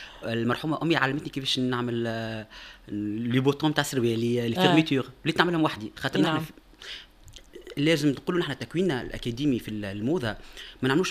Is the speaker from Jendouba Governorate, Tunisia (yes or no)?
no; Hammamet, Nabeul Governorate, Tunisia; 33 سنه، أصلي من حمامات